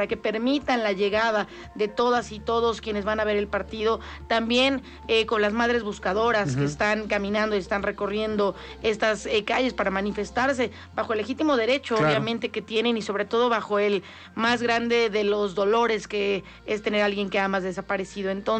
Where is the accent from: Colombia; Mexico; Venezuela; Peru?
Mexico; como somos los mexicanos